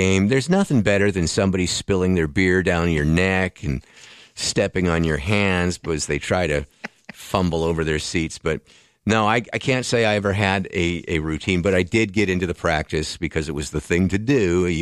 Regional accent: Saskatchewan, Canada; Growing up in Saskatchewan

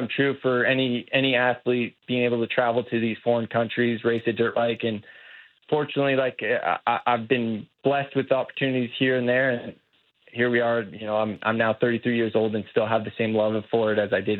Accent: Canada; it's massive being Canadian in my home country

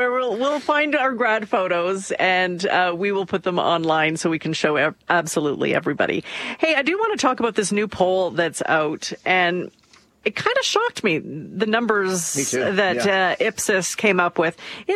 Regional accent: Saskatchewan, Canada; born there; I was born in Saskatchewan. I spent almost all of my life here. So that means I'm not Albertan

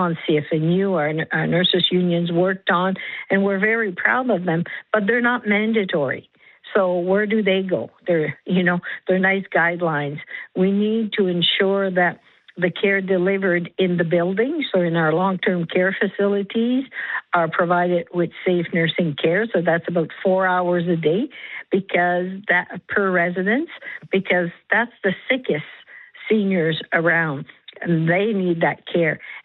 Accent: New Brunswick, Canada; I'm from New Brunswick

